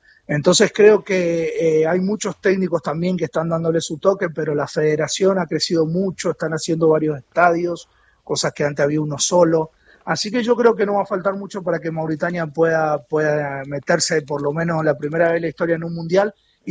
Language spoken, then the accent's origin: Spanish; Argentina; Y después cuando me empiezan a preguntar, ¿soy de Turquía, soy de Líbano, soy de acá, soy de allá? ¿No? Y le digo, no, soy argentino.